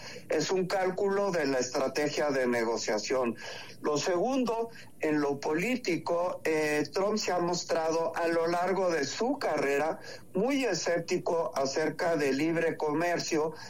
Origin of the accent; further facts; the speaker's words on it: Mexico